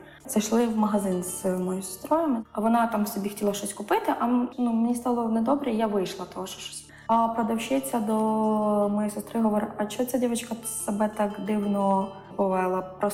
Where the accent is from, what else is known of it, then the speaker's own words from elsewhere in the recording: Liubashivka, Odesa Oblast, Ukraine; Взагалі, я народилася в селищі Любашівка. Я росла в багатодітній родині, а нас семеро мами. У нас була така більш проста родина, ну, консервативна.